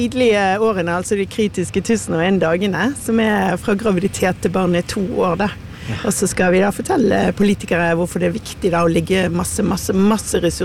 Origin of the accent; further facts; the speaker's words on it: Bergen, Vestland, Norway; now in Oslo, Norway; fra Fyllingsdal, som bor på Etterstad i Oslo